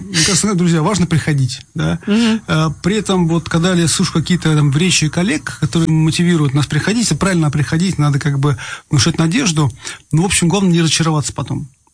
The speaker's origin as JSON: {"language": "Russian", "country": "Russia", "moved": "yes", "said": "Я из России, я человек, который был в тюрьме"}